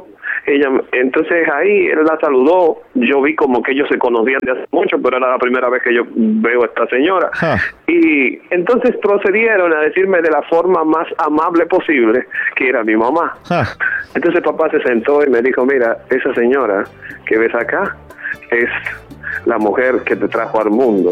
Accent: Dominican Republic; born there; Yo soy dominicano de nacimiento. Soy el menor de 8 hermanos.

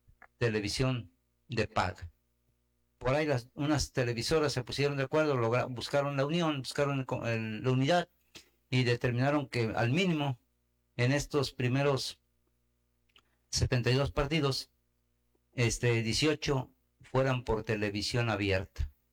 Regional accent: Mexico; ¿cuál es la razón que hoy como mexicanos estamos pagando esta situación?

